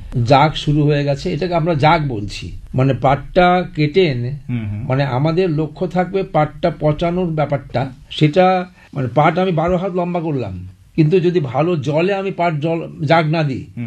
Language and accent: Bangla; Karimpur, West Bengal, India; আমি নদিয়ার করিমপুর থেকে আসছি।